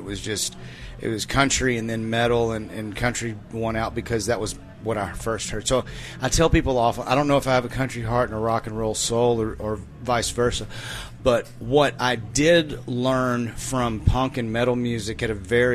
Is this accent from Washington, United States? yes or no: no; Fort Worth, Texas, United States; so it's yeah, I'm from Fort Worth.